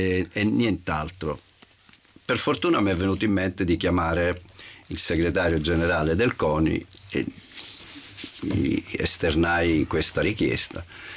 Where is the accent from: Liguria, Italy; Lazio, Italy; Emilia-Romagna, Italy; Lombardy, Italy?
Lombardy, Italy; Milan; A Milano, sì, però io sono cresciuto a Milano.